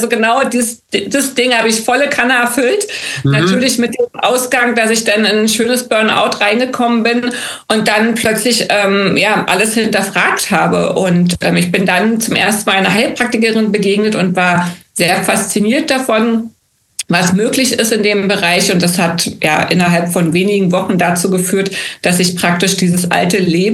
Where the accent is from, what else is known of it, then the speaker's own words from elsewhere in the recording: East Germany, Germany; Ja, ich bin ja ein DDR-Kind, also ich bin in der DDR groß geworden, auch zur Schule gegangen, zumindest bis zu meinem 14. Lebensjahr.